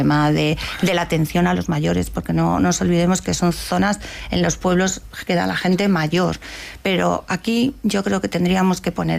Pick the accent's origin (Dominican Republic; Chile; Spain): Spain; Guadalajara province, Castilla-La Mancha; Yo procedo de la provincia de Guadalajara